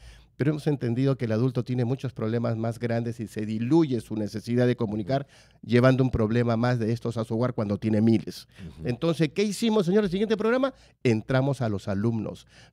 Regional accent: Peru

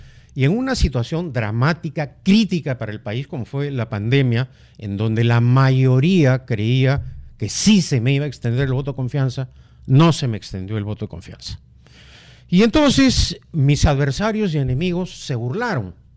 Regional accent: Peru; Como todo peruano, quiero que este gobierno tenga éxito.

